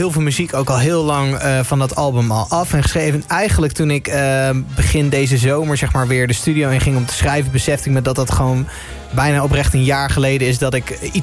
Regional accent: Gelderland, Netherlands; Kijk, ik kom zelf uit Gelderland. Dus ik kwam daar als jonge jongen altijd al op Appelpop.

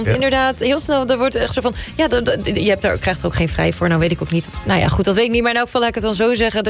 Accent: Friesland, Netherlands; Ja, ik ben opgegroeid in Friesland. En we hadden een heel groot huis.

